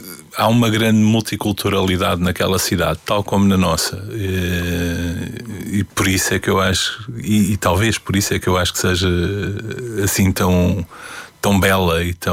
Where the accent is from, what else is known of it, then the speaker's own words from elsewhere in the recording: Lisbon, Portugal; born there; Nasci no Príncipe Real.